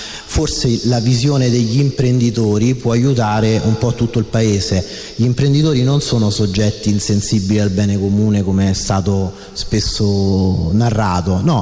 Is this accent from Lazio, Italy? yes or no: yes; Lazio, Italy; io vengo dalla provincia di Latina